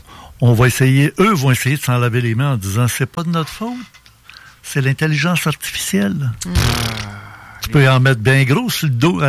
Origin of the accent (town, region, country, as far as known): Quebec, Canada